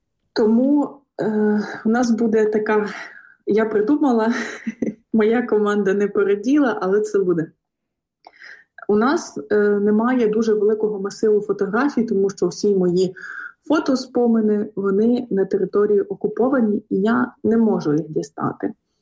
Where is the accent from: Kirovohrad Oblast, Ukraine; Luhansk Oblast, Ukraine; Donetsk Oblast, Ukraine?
Luhansk Oblast, Ukraine; були друзі, які ніколи не були на Донбасі, саме в Донецьку і саме на Луганщині, Центроцитівський район, звідки я родом.